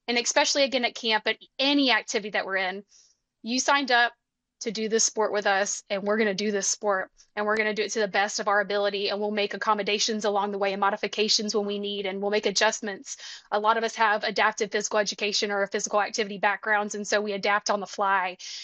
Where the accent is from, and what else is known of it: Alabama, United States